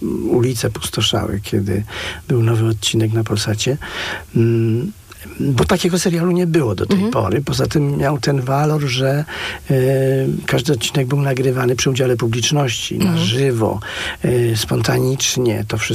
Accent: Silesian Voivodeship, Poland; I ja pochodzę spod Częstochowy, więc tam troszeczkę inne te granaty były

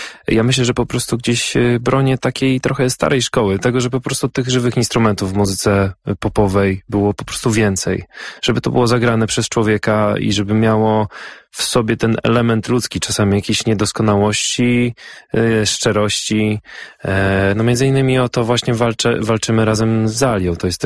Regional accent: Ostróda, Warmian-Masurian Voivodeship, Poland; że pochodzę z miasta, w którym nie ma tradycji za bardzo muzycznych, bo ja pochodzę z Ostródy.

